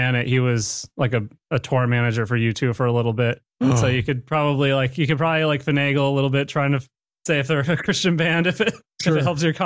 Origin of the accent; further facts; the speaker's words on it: Massachusetts, United States; we have the pastor that I grew up with near Springfield.